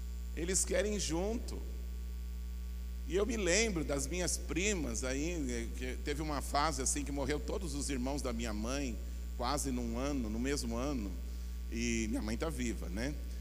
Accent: São Paulo, Brazil; moved away; Eu sou paulistano.

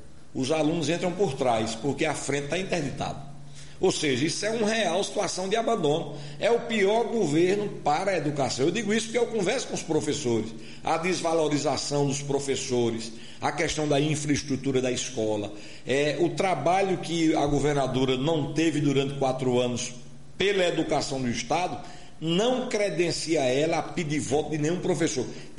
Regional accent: Arcoverde, Pernambuco, Brazil; Arco Verde, que é a minha cidade natal, mas de Pedra, onde a minha família está aqui

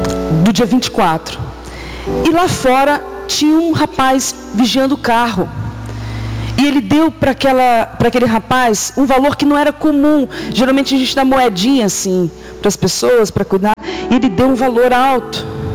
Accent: Vitória, Espírito Santo, Brazil; moved away; eu sou de Vitória, no Espírito Santo.

